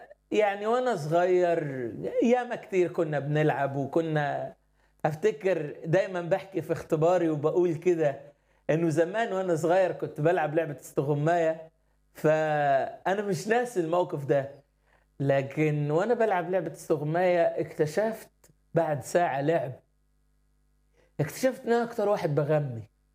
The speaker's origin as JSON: {"language": "Arabic", "town": "Asyut", "region": "Asyut Governorate", "country": "Egypt", "said": "أنا أصلا من أسيوط. أنا اتولدت كفيف، واتولدت في أسرة مسيحية."}